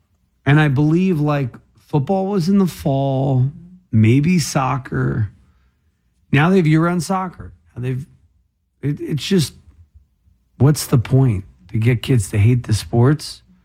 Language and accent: English; New Jersey, United States; I'm from Ocean County.